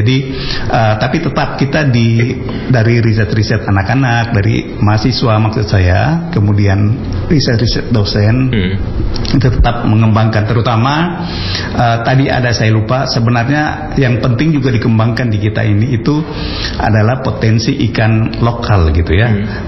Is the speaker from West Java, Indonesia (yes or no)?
no; Central Sulawesi, Indonesia; born there; terutama di daerah saya ya, di Morowali Utara